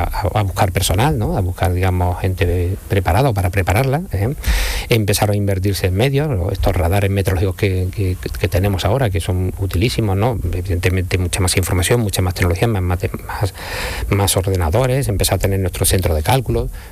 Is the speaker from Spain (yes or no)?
yes; Lucena, Andalusia, Spain; moved away as an adult; also born or lived in Granada / Madrid / Valencia; Lucena, lo digo. Cuando digo Lucena ya se me nota que soy de ahí. Sí, soy de Lucena. Me salí, bueno, no me salí, yo sigo teniendo mi familia allí, ¿no? Pero con 17 años creo me fui a estudiar a Granada.